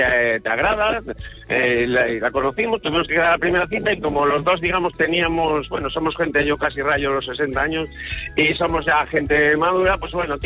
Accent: Valladolid, Castile and León, Spain; born there; also born or lived in Galicia; llevo 30 años en Galicia, pero yo nací, digamos, que empiece en Valladolid.

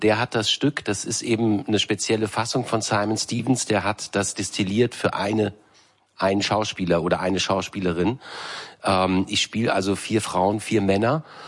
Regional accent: Düsseldorf, North Rhine-Westphalia, Germany; now in Berlin, Germany; Ich bin Düsseldorfer, ja. Mhm. Ich bin Wahlberliner, seit 90.

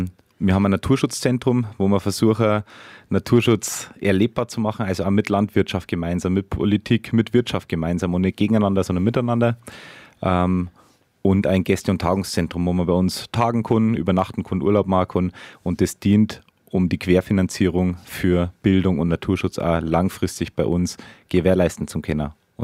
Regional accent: Erding, Bavaria, Germany; now in Benediktbeuern, Germany; nee, ich komme eigentlich aus Erding, aber bin als junger Mensch mit Flausen im Kopf nach Benediktbeuern gekommen

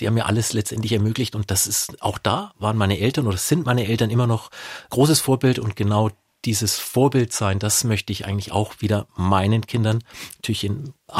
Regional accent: Nuremberg, Bavaria, Germany; ich bin in Nürnberg im Knoblauchsland aufgewachsen.

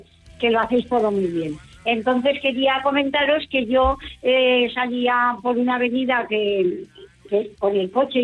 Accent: Aragon, Spain; Yo soy una maña. Que somos nobles y decimos las cosas de corazón.

